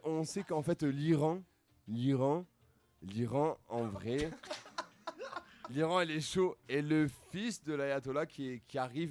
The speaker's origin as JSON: {"language": "French", "town": "Marseille", "region": "Provence-Alpes-Côte d'Azur", "country": "France", "said": "Moi, je suis marseillais, je suis du sud-est."}